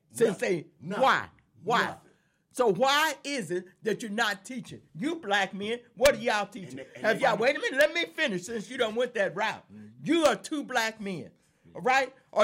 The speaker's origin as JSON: {"language": "English", "town": "Champaign", "region": "Illinois", "country": "United States", "tie": "born or raised there", "said": "We grew up here in Champaign and Urbana."}